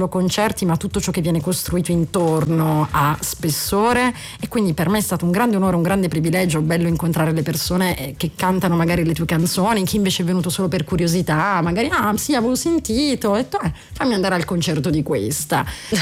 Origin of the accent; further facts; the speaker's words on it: Turin, Piedmont, Italy; moved away; also born or lived in Berlin / Milan; Io sono cresciuta a Torino Sud, Nichelino, Mirafiori, quindi tipica periferia di qualsiasi città.